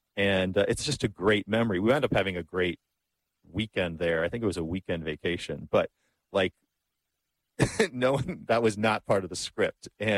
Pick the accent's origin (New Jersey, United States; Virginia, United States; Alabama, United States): New Jersey, United States; And I grew up in New Jersey.